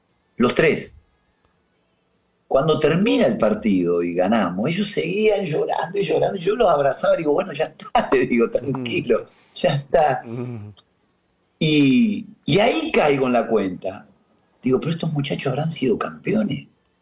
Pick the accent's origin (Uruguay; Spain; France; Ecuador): Uruguay; Ojo, yo lo entiendo el clima porque aparte soy uruguayo, imagínate.